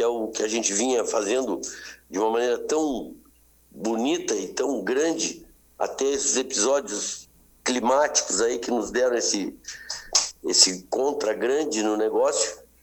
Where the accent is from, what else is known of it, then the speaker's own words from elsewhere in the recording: Porto Alegre, Rio Grande do Sul, Brazil; moved away as an adult; also born or lived in Uruguaiana / Pinheiro Machado; now in Pedras Altas, Brazil; Não, eu sou natural de Porto Alegre, vivi em Porto Alegre até os meus 18 anos, depois saí de Porto Alegre, fui para Uruguaiana fazer faculdade, me formei em veterinária, em medicina veterinária em 81, uhum. E de lá vim para Pinheiro Machado.